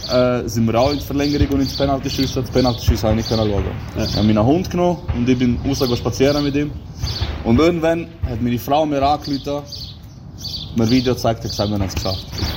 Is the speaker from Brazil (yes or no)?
no; Switzerland; born there; Ich bin in der Schweiz geboren